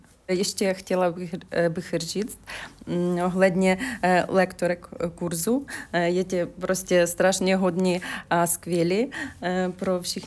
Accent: Ukraine; Czech is a second language; now in Czech Republic; No, my jsme Ukrajinci, všichni víme o tom, že tady v integračním centru je ten jazykový kurz.

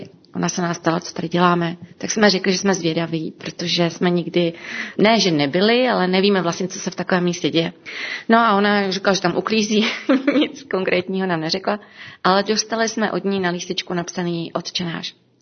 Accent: Duchcov, Ústí nad Labem Region, Czechia; blízko města, kde bydlím, já jsem z Duchcova

